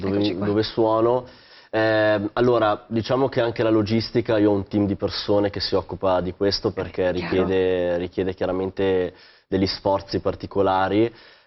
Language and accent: Italian; Lombardy, Italy; sono legato al lago di Como perché è la mia regione natale